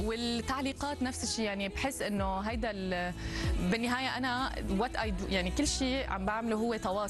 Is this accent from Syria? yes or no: yes; Syria; born there; مسقط راسي اوضاعتي بسوريا الملكيه